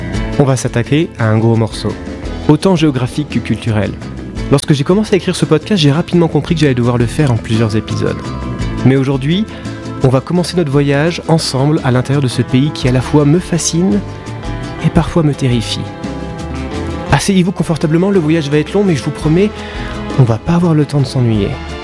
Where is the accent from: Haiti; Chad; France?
France; J'ai grandi en France, comme beaucoup de personnes qui écoutent ce podcast.